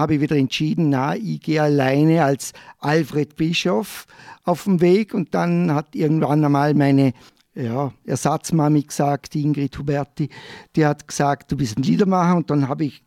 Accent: Vorarlberg, Austria; ich komme ja auch aus Vorarlberg

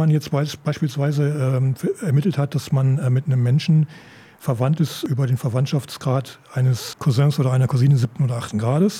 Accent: North Rhine-Westphalia, Germany; moved away; Wenn man in die Gegend geht, wo ich herkomme, in Westfalen, ich bin nicht auf dem Dorf geboren, aber ich glaube so die ersten Jahre meines Lebens auf dem Dorf verbracht.

